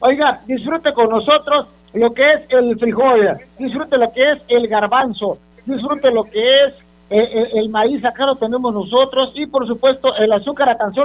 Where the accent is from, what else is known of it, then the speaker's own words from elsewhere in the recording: Mexico; somos bien mexicanos y pareciera ser que representa nuestra bandera el tomate rojo, la cebolla blanca, el chile verde